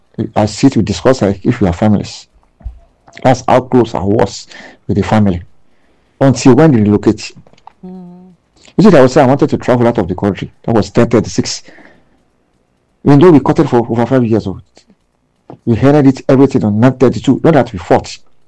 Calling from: Lagos, Nigeria; I'm from Lagos.

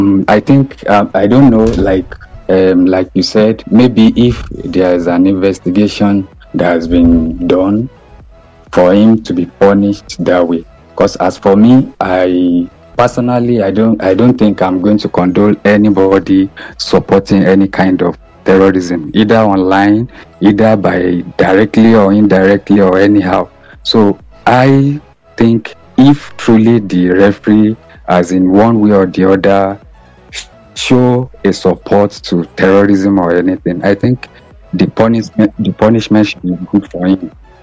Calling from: South Africa

